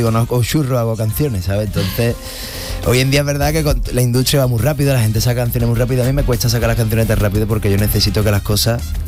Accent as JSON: {"language": "Spanish", "town": "Sanlúcar de Barrameda", "region": "Andalusia", "country": "Spain", "said": "allí en mi tierra, en Sanlúcar de Barrameda"}